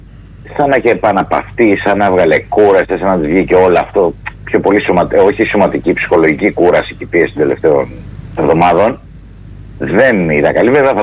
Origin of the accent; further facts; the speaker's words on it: Loutsa, Attica, Greece; και θα πω εκεί στα μέρη μου στη Λούτσα που έχει πολλές οθόνες.